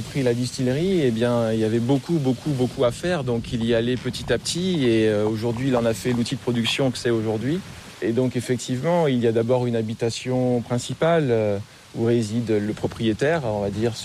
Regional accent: Marie-Galante, Guadeloupe; Oui, alors moi j'ai grandi à Marais-Galante, absolument, ouais, toute mon enfance, jusqu'à la 5e où je suis parti ensuite en Guadeloupe

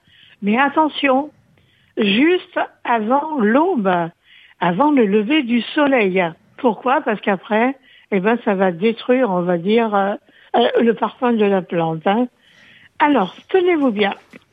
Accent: France; chez nous en France

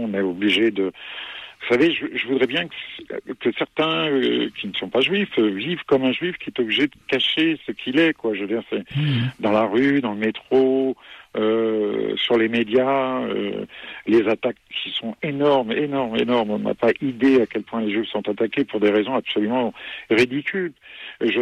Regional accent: France; c'est difficile d'être juif et français, mais bon, moi, je résiste et persiste et je reste en France parce que c'est ma terre natale, c'est mon pays, c'est ma culture

